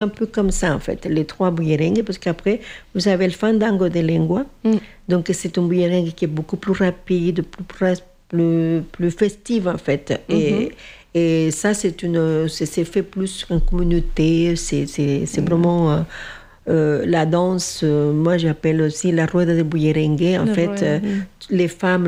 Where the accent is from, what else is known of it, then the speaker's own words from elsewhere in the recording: Colombia; colombien, le mouvement que nous avons pour danser ces rythmes-là, il est assez propre de chez nous